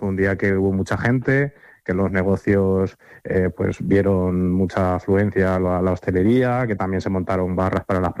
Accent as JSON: {"language": "Spanish", "town": "El Pedernoso", "region": "Castilla-La Mancha", "country": "Spain", "said": "Este año hemos tenido la suerte de poder recibir uno en Pedernoso, el cual agradezco un montón, de al final es mi pueblo"}